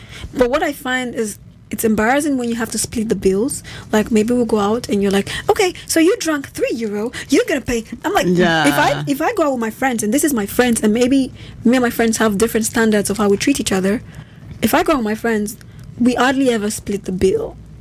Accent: Nigeria; now in Germany; There's still a lot of things to learn as a Nigerian living in Germany, because the culture shocks are so different.

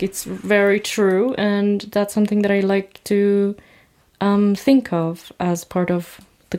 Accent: Iran; I think being South Iranian, we are known for being really welcoming, and we're known for our hospitality in general.

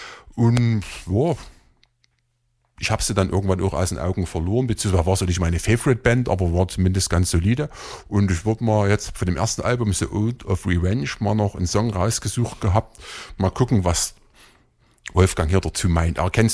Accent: Germany; als Deutscher

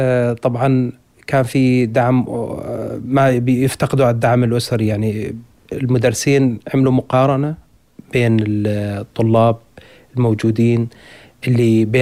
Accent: Daraa Governorate, Syria; moved away as an adult; now in Berlin, Germany; من سوريا، من محافظة درعا. أنا في ألمانيا من 2015، كنت أعمل في سوريا مدرس لغة عربية، وأتيت إلى ألمانيا

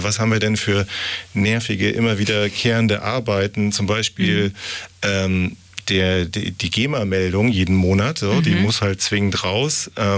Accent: Hamburg, Germany; nehmen wir auch als Hamburgerin wiederum viel mit.

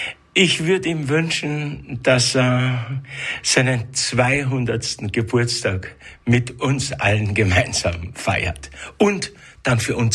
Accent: Vienna, Austria; habe die Lieder ausgesucht, die mich eben in Wien in meiner Jugend beim Erwachsenwerden begleitet haben.

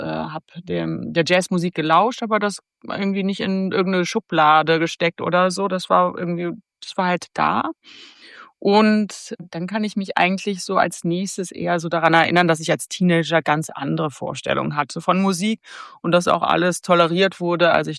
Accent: Wuppertal, North Rhine-Westphalia, Germany; also born or lived in Leipzig; Also ich bin ja dann in Wuppertal aufgewachsen, zwar in Leipzig geboren, aber in Wuppertal aufgewachsen

